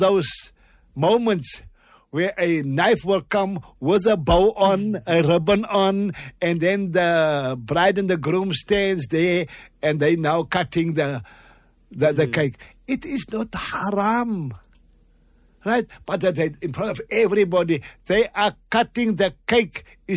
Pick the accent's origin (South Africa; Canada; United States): South Africa; Cape Town, Western Cape; Because we come from Cape Town, which is summer in December.